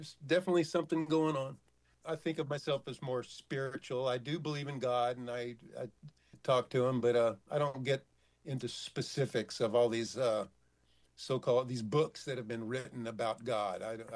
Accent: Houston, Texas, United States; now in Los Angeles, United States; I'm from Houston, where it's rain and hurricane country.

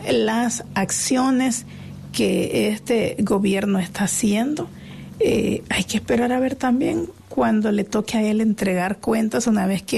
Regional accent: El Salvador; Si todos somos salvadoreños, los que venimos a ejercer el deber del voto, respetemos

